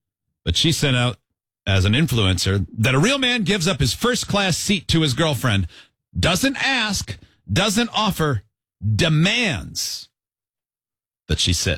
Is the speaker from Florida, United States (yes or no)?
no; Michigan, United States; I'm 54, I'm from Michigan, and I've never been to the Upper Peninsula. But then again, I grew up in Michigan